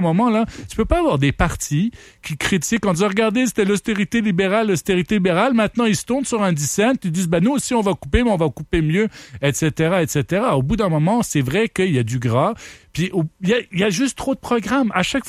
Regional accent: Ottawa, Ontario, Canada; moi je viens d'Ottawa, on l'avait fait à Ottawa de couper de 2 %

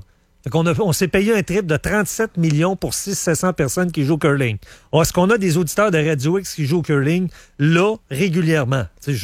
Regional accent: Thetford Mines, Quebec, Canada; il est candidat dans ma ville natale, Black Lake, Thetford

